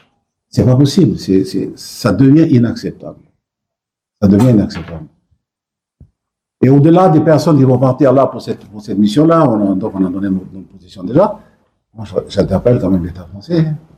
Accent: New Caledonia; nous, les Kanaks

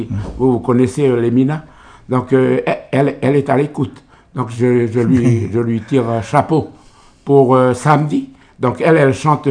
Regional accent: Eni, New Caledonia; Donc voilà, moi je me présente … je viens de la tribu de Eni et je suis le leader du groupe

